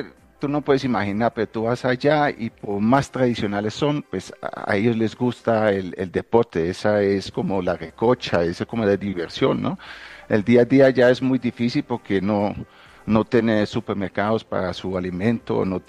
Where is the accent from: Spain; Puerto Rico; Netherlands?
Netherlands; Spanish is a second language; now in Colombia; Yo llevo 22 años en Colombia, originalmente soy de Holanda.